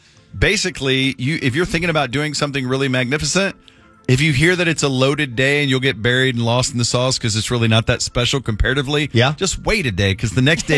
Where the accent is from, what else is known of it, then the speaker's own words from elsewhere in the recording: Richardson, Texas, United States; We grew up in Richardson.